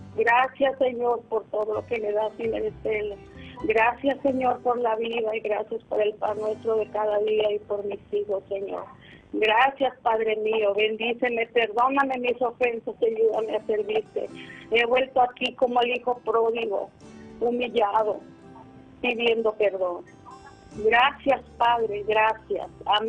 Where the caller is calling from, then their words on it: Nayarit, Mexico; Sí, estoy llamando de Nayarit.